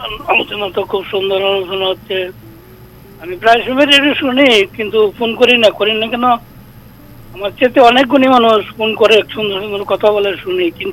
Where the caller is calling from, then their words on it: Madhupur, Tripura, India; আমি মধুপুর থেকে